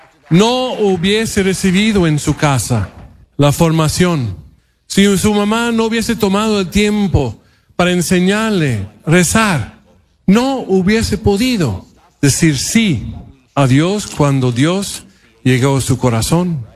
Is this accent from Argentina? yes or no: no; St. Charles, Illinois, United States; Spanish is a second language; moved away as an adult; also born or lived in Mexico / Spain; now in Los Angeles, United States; Yo soy originario de aquí, de no de Chicago, sino un pueblo que se llama St. Charles, que está aquí por el 64. Yo soy gringo, 100%. Me fui de aquí cuando yo tenía 18 años. Parte de mi formación fue en México y después en España.